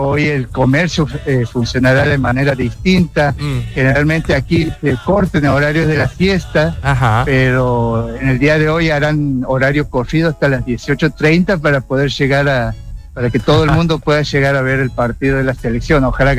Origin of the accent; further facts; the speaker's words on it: Santiago del Estero, Argentina; estamos en el mes de julio, mes de aniversario de nuestra ciudad capital, Madre de Ciudades.